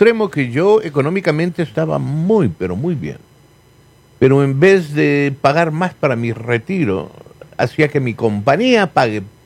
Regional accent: California, United States; also born or lived in Las Vegas, Nevada; now in Colorado, United States; He vivido en tres estados. Crecí en California. Viví en Nevada, en Las Vegas, Nevada. Y ahora aquí. Son los tres estados que he vivido tiempo.

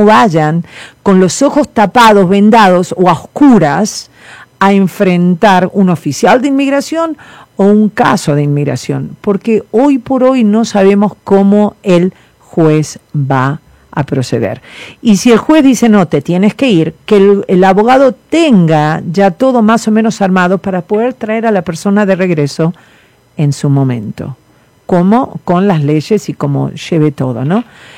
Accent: Argentina; now in United States; y soy recontra argentino. Lo que pasa es que, bueno, mi abuela paterna, era dinamarquesa, y mi otro abuelo era italiano

